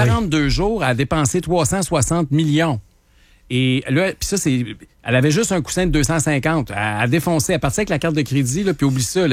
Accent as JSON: {"language": "French", "town": "Quebec City", "region": "Quebec", "country": "Canada", "said": "on a souvent ce problème-là quand on est de Québec, là. C'est très dur de faire campagne à Québec"}